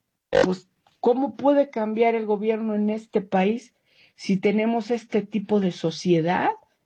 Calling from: Mexico City, Mexico; de Ciudad de México.

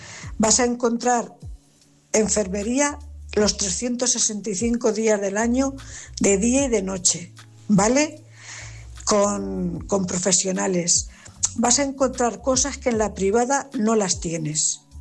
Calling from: Cuenca, Castilla-La Mancha, Spain; Buenas noches … corresponsal de Cuenca. A ver, Marcos, paisano, por tus palabras, adivino que somos.

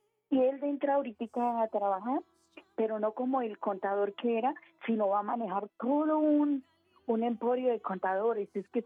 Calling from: Bogotá, Colombia; Aquí en Patio Bonito, Bogotá.

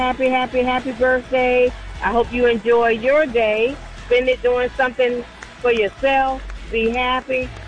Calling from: Virginia, United States; I'm calling from Virginia.

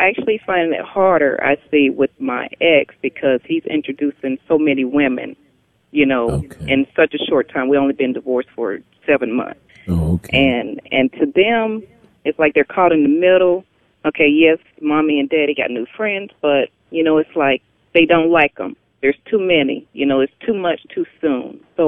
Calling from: Fayetteville, North Carolina, United States; I'm calling from Fayetteville, North Carolina.

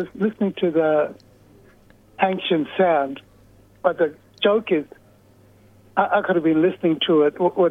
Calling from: Alice Springs, Northern Territory, Australia; No, I'm at home. Home is Alice too. I'm in Alice.

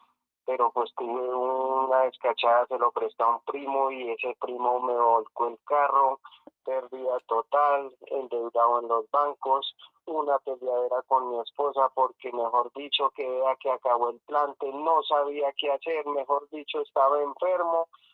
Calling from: Villeta, Cundinamarca, Colombia; Aquí de Villeta, Cundinamarca.

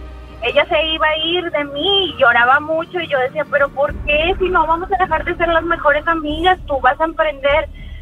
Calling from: Monterrey, Nuevo León, Mexico; Yo soy de Monterrey, Nuevo León.

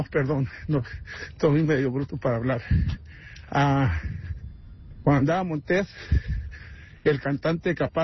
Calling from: Chicago, Illinois, United States; Porque yo soy aquí en Chicago

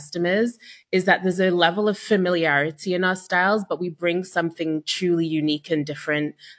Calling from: Toronto, Ontario, Canada; I'm calling from Toronto, Canada.

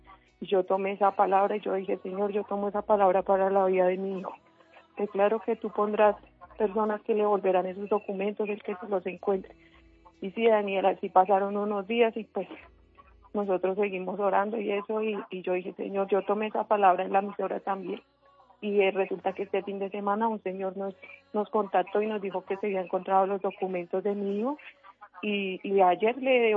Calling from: Funza, Cundinamarca, Colombia; En Funza, Cundinamarca.

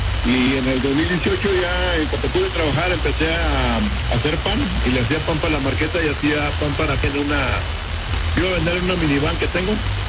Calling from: Springfield, Utah, United States; Estamos en Utah, para que no se confunda la gente, entrego el área de California. Utah, Springfield, Utah.

